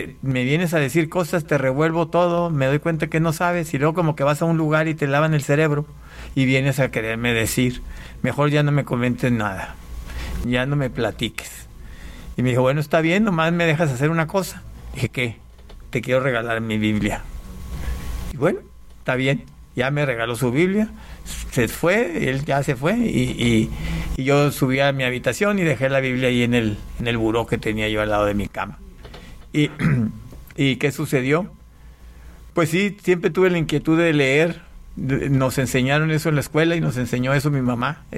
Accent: Panama; born there; Bueno, yo nací en Panamá, soy panameño de nacimiento, mexicano de nacionalidad, ya que mi papá es panameño y mi mamá es mexicana, entonces por derecho constitucional soy mexicano.

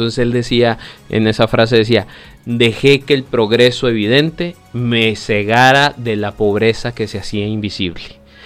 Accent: Mexico; a lo mejor falta que la gente sepa de dónde vengo. Yo vengo del Saucito, ¿vale?

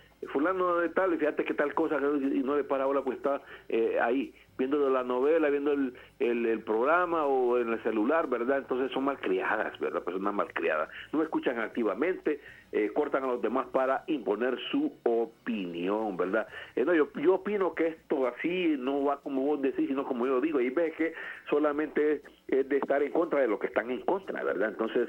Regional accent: Guarizama, Olancho, Honduras; Yo soy de Guarizama, entonces yo allá los de Guarizama somos así, pues no precisamente, ¿verdad?

